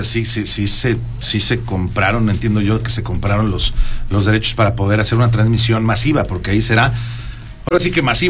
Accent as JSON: {"language": "Spanish", "country": "Mexico", "said": "en México, en mi país"}